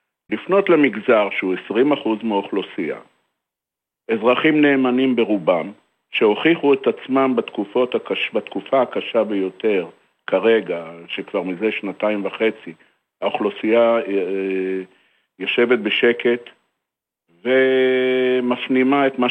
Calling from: Hod HaSharon, Central District, Israel; אני מהוד השרון, בן 72

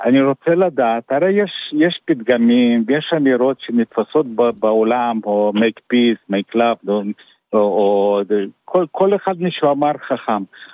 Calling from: Rishon LeZion, Central District, Israel

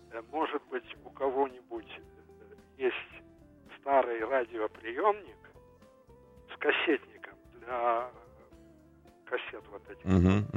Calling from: Ashdod, Southern District, Israel; Я из Ашдода.

